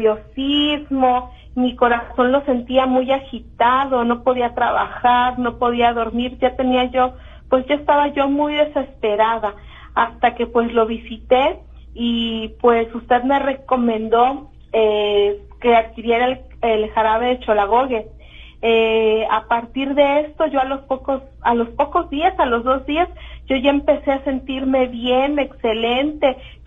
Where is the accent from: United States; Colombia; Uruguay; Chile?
United States; Fort Worth, Texas